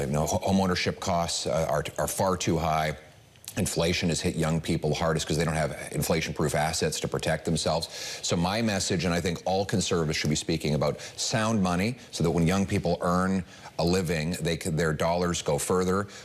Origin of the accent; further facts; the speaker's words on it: Canada; I mention I'm from Canada